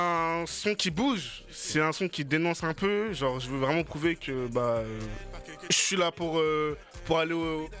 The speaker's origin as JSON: {"language": "French", "town": "Grigny", "country": "France", "tie": "born there", "moved": "yes", "lives_now": "Elbeuf, France", "said": "Moi de base, je suis pas d'Elbeuf, je suis né à Grigny. Donc, moi j'ai vu mes grands à Grigny faire de la musique et tout. Je suis arrivé à Elbeuf"}